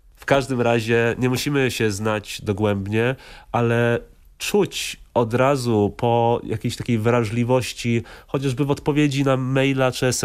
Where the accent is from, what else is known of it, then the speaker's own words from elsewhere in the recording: Australia; first language English; Polish is a second language; Potem dopiero angielski, no bo ze względu na to, że się wychowałem w Australii, no to myślę po angielsku.